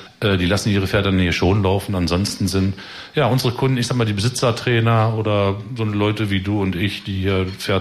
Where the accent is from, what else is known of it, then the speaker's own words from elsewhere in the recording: Goslar, Lower Saxony, Germany; ich bin ja gebürtiger Goslarer, war auch wirtschaftlich in Goslar aktiv, habe da relativ gute Kontakte.